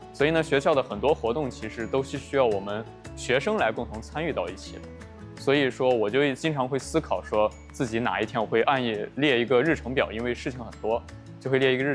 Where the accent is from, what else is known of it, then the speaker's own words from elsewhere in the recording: Shaanxi, China; 因为首先是个人，我是陕西的考生，对，然后第一次来到南方生活